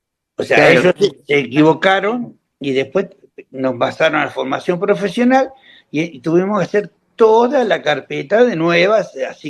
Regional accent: Mar del Plata, Buenos Aires Province, Argentina; born there; also born or lived in Olavarría; yo de Mar del Plata me iba

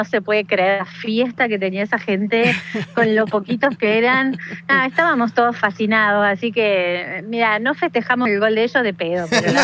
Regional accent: Argentina; Entonces, como todo lo que era argentinidad estaba donde estábamos los argentinos.

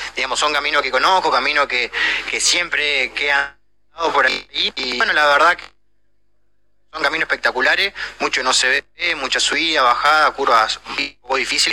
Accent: Entre Ríos, Argentina; orgulloso, digamos, de poder estar corriendo en mi tierra por el Rally Argentino. Obviamente de correr en rally, en el Rally Entrerriano, y bueno, ahora la primera vez por el argentino en nuestra tierra.

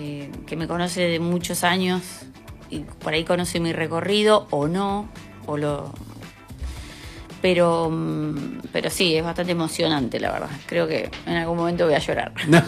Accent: La Pampa, Argentina; born there; Juani de Pian, que es mi primer amigo, junto a otras personas de mi infancia, mi primer amigo en La Pampa.

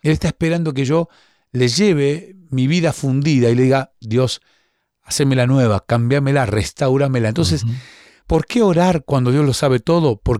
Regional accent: Bahía Blanca, Buenos Aires Province, Argentina; yo viví unos años en una casa, en mi ciudad natal, en Bahía Blanca

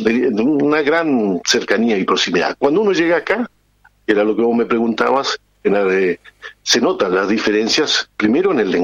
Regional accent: Chile; now in Argentina; yo soy chileno, pero también soy argentino. Me considero así, personalmente, íntimamente, además, con dos patrias.

